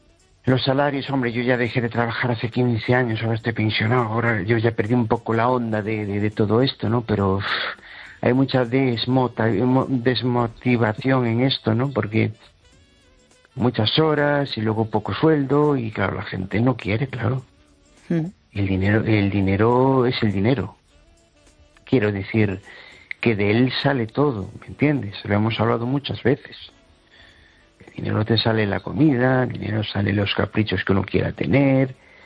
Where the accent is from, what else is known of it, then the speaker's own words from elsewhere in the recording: Amoeiro, Galicia, Spain; now in Tarragona, Spain; de Amoeiro, que hoy te habla. Qué cosa más curiosa. Se me hace raro llamarte desde Tarragona.